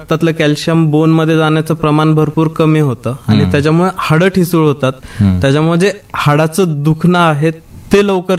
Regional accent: Dharashiv, Maharashtra, India; तसा मी इथलाच राहण्याचा मूळचा असल्यामुळे मला इथल्या लोकांना सेवा देण्याचा अगोदरपासूनची इच्छा होती

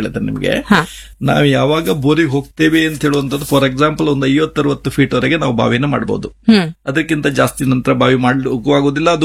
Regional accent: Kundapura, Karnataka, India; accent: Kundapura Kannada; ಇದು ನಮ್ಮ ಕುಂದಾಪುರ ಭಾಷೆ

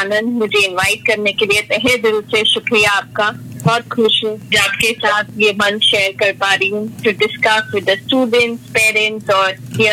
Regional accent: Mumbai, Maharashtra, India; मैं अमची मुंबई से हूँ।

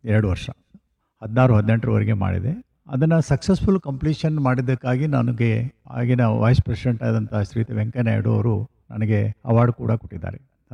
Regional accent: Belagavi district, Karnataka, India; ನಾನು ಮೂಲತಃ ಗ್ರಾಮೀಣ ಭಾಗದಿಂದ ಬಂದವನು, ಬೈಲುಂಗಲ್ ತಾಲೂಕಿನ ಗಂಗನಿಕೊಪ್ಪ ಗ್ರಾಮ, ಸಣ್ಣ ಗ್ರಾಮ. ಆಗಿನ ಸಮಯದಲ್ಲಿ ಸುಮಾರು 1,000 ಪಾಪ್ಯುಲೇಷನ್ ಇರುವಂತಹ ಸಣ್ಣ ಹಳ್ಳಿ. ಈಗ ಸುಮಾರು 2,000 ಜನಸಂಖ್ಯೆ ಇದೆ ನಮ್ಮೂರಲ್ಲಿ.

